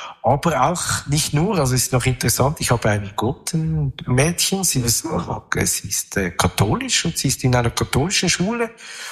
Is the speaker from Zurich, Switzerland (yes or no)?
yes; Zurich, Switzerland; an der Oberwiesenstraße bin ich aufgewachsen. Also das sind die waren damals rosarote Blöcke, oder? Gleich gegenüber der Bühle.